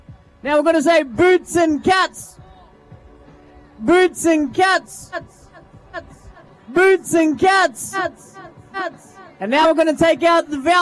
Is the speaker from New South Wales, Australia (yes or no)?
no; Darwin, Northern Territory, Australia; Well, I'm from Darwin.